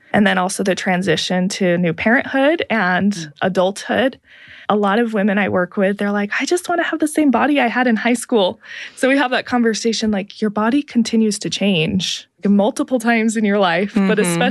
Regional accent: Pacific Northwest, United States; I grew up in the Northwest, and I remember we would come to visit Utah

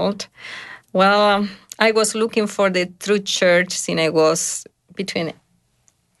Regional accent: Uruguay; I was raised in Uruguay, and when I was raised in the Catholic belief with a strong faith in Jesus Christ and Heavenly Father.

